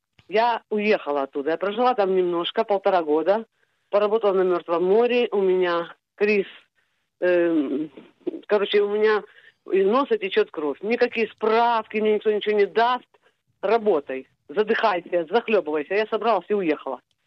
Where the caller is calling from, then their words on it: Jerusalem, Jerusalem District, Israel; Я из Иерусалима.